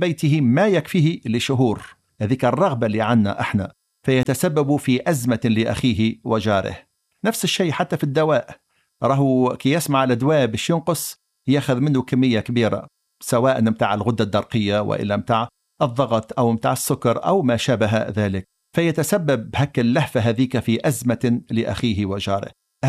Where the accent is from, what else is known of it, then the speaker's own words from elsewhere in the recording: Tunisia; accent: Tunisian; في لهجتنا التونسية